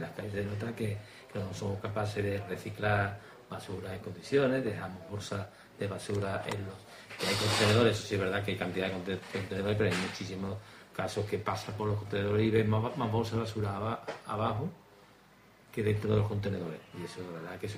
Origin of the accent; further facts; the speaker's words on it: Écija, Andalusia, Spain; Yo lo digo porque soy de Écija